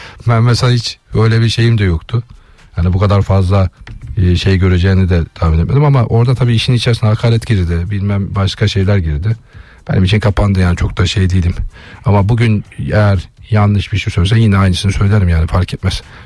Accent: Black Sea Region, Turkey; tabii ki bir Karadenizliyiz.

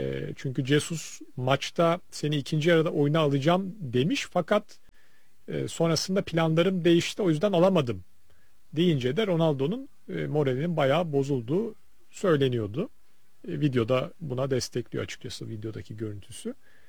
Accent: Bursa, Turkey; Bir Bursalı olarak bu sene çok iyi şeftali yemedim.

